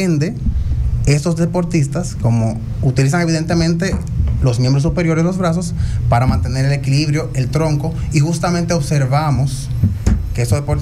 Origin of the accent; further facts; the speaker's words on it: Barahona, Dominican Republic; esos jóvenes como yo que estamos pues apostando a un mejor Barahona